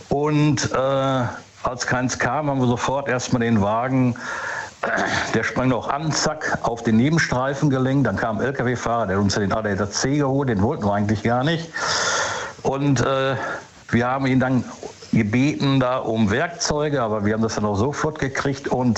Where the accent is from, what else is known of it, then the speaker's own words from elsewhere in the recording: Gelsenkirchen, North Rhine-Westphalia, Germany; Buhr, Gelsenkirchen.